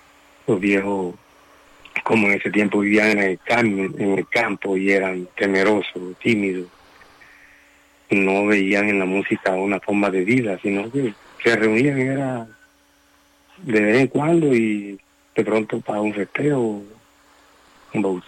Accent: San Juan, Bolívar, Colombia; born there

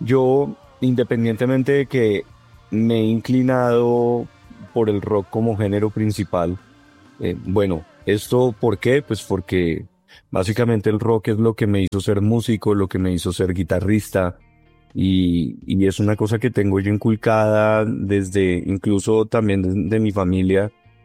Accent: Colombia; uno siendo colombiano

